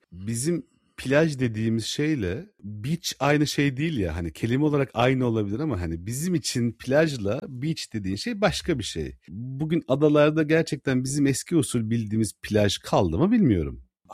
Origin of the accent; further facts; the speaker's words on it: Istanbul, Turkey; İstanbulluyum dedim.